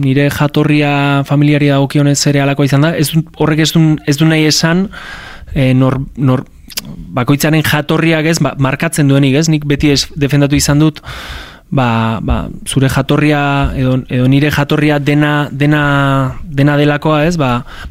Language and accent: Basque; Azkoitia, Basque Country, Spain; azkoitiarra gara, herrian bizi gara, herrian bizi naiz, azkoitiarra naiz ez, eta oso, ba hori, toma tierra handia daukagu, daukat.